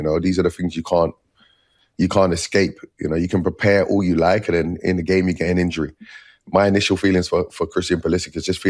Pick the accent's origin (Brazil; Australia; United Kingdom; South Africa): United Kingdom; England; now in United States; Obviously, I'm from England, but I've been in America for a long time, so I'm rooting for America.